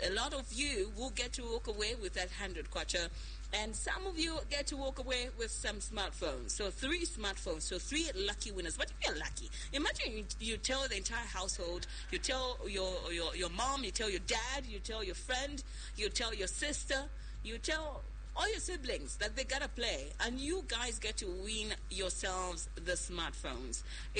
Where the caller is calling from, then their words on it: Zambia; I'm calling you from Winvic, Zambia.